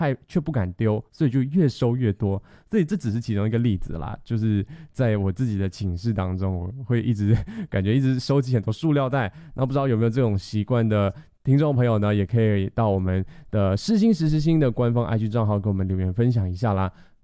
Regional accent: Malaysia; now in Taiwan; 我们马来西亚人

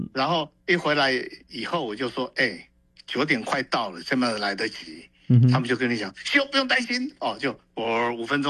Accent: Taiwan

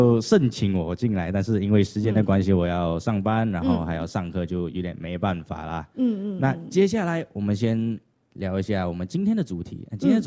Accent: Malaysia; 这个嘉宾居然知道我是马来西亚人，而且还知道马来西亚一个很冷门的地方，叫沙叶，是我的家乡啊

